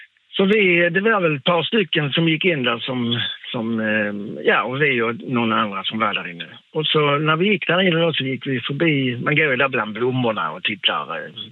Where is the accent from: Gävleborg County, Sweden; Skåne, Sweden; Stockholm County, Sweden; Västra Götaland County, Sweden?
Skåne, Sweden; Malmö; Ja, vi är från Malmö, sa jag.